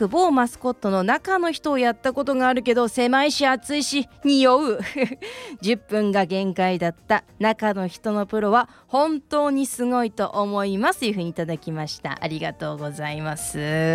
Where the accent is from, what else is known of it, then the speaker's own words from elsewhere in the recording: Miyazaki, Japan; 早速ですが、私の地元のゆるキャラは宮崎県の宮崎県です。